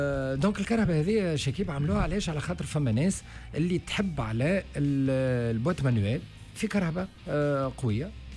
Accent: Tunisia; اسكو هذا سي ليغال عندنا في تونس ولا سوني با ليغال؟

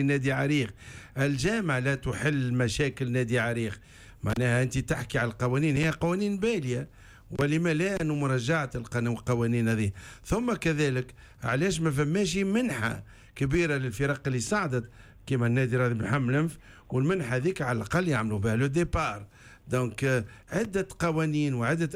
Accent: Ben Arous, Tunisia

